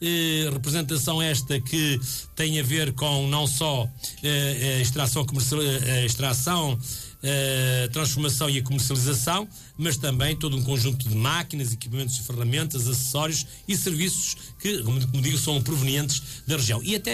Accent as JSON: {"language": "Portuguese", "town": "Marco de Canaveses", "region": "Norte", "country": "Portugal", "said": "enquanto Presidente da Câmara Municipal de Marco de Canaveses, quando assumi pela primeira vez esta missão pública na minha terra"}